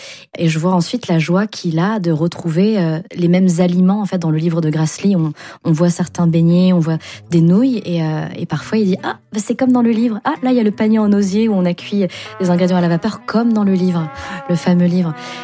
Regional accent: France; born there; que nos parents sont nés au Vietnam ou ailleurs, que nous on est nés en France

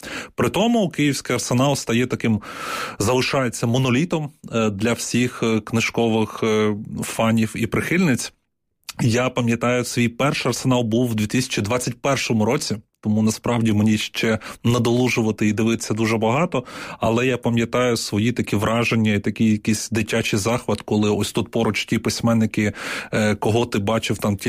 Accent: Luhansk Oblast, Ukraine; Я сам народився на Луганщині, і мені в дитинстві і в молодості, юності бракувало таких подій

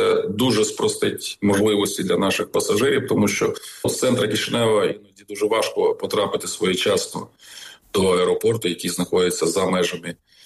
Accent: Chernivtsi Oblast, Ukraine; Я народився на Буковині, прекрасний край, там закінчив школу.

